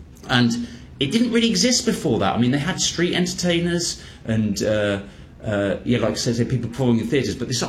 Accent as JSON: {"language": "English", "country": "United Kingdom", "said": "certainly in the UK, it's where I'm from, you can tell by my Kentucky accent"}